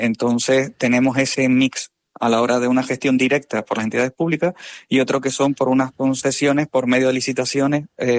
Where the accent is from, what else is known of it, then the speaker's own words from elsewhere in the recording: Canary Islands, Spain; varios de ellos somos de aquí, de Canarias